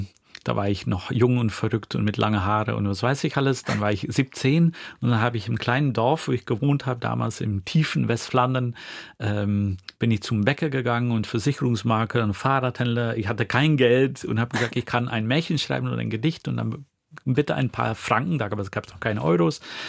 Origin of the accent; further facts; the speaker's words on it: Flanders, Belgium; moved away; wo ich aufgewachsen bin in Flandern damals